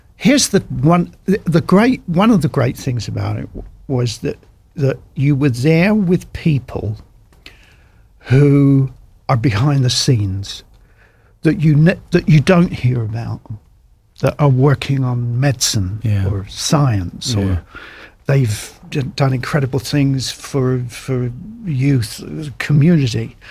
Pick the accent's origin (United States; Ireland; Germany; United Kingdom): Ireland; It's set in Ireland. And then I'm walking around talking to myself. And I'm Irish, you know.